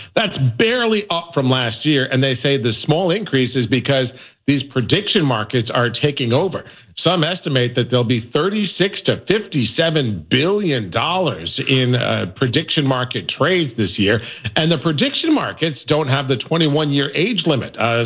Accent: New England, United States; moved away; I'm from New England originally

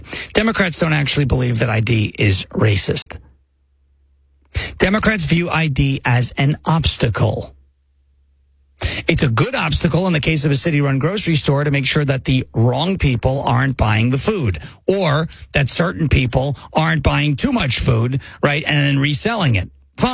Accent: New York, United States; I'm from New York.

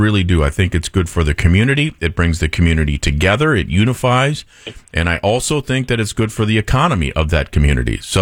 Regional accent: Minneapolis, Minnesota, United States; now in Sacramento, United States; And I know this because I grew up in the Twin Cities, and they have four major league teams, and they have a ton of corporate sponsorship there

